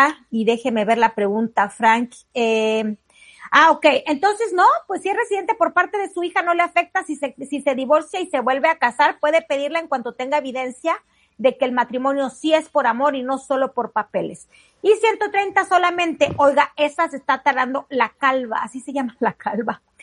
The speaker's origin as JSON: {"language": "Spanish", "country": "Mexico", "said": "somos muchísimos mexicanos."}